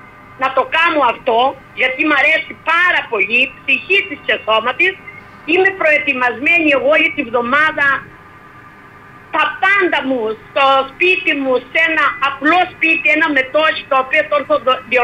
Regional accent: Arkalochori, Crete, Greece

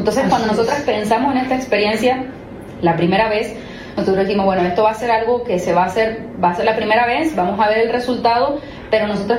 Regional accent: Argentina; Soy argentina.

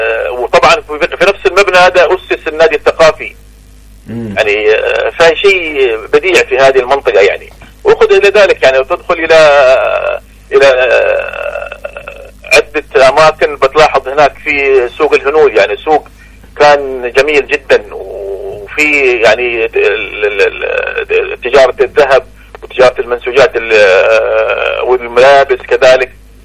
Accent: Mukalla, Hadhramaut, Yemen

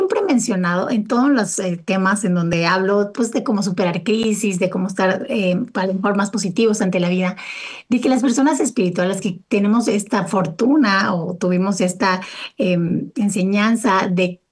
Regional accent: Mexico; quienes crecimos en México

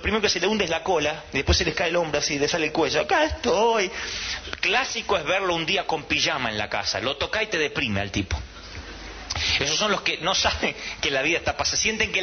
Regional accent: Argentina; Pero ustedes son chilenos como yo, argentino, y nacimos en América Latina.

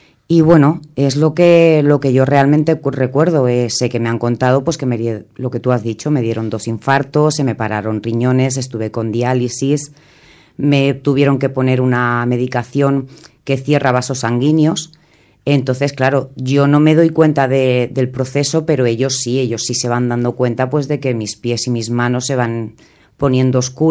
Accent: Montornès del Vallès, Catalonia, Spain; Y Montornés, ¿qué ha significado para mí? ¿Qué significa? Pues es mi pueblo. Yo me crié aquí, nací aquí, me casé aquí, tuve mis hijos aquí, trabajaba en Montornés, o sea, es mi pueblo

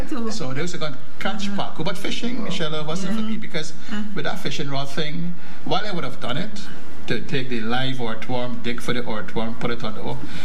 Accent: Peter's Hall, Demerara-Mahaica, Guyana; In Petersall, where we grew up in Bargee Yard

